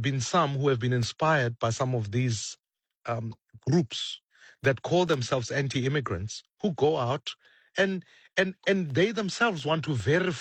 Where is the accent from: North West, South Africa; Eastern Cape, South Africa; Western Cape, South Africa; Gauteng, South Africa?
Gauteng, South Africa; Soweto; I grew up in Soweto.